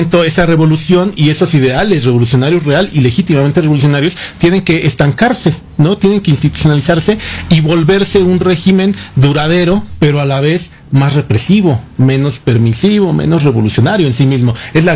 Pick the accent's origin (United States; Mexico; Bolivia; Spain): Mexico